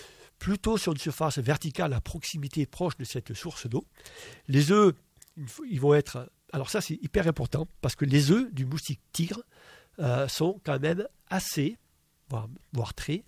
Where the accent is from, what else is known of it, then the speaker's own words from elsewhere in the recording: Provence-Alpes-Côte d'Azur, France; je suis provençal